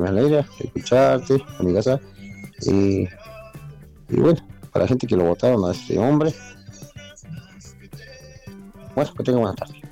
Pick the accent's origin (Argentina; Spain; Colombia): Argentina; Patagonia; born there; Y lo que nacimos todos acá en la Patagonia